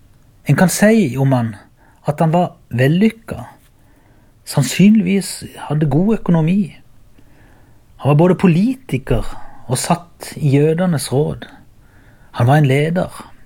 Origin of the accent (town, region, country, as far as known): Byremo, Agder, Norway